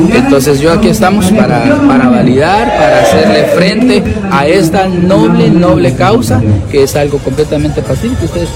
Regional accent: Guatemala; todos somos guatemaltecos

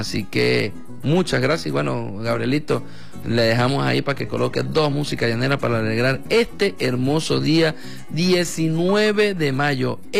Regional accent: Caño Amarillo, Venezuela; yo vengo del campo, no es una mentira, yo vengo del campo, vengo del Caño Amarillo.

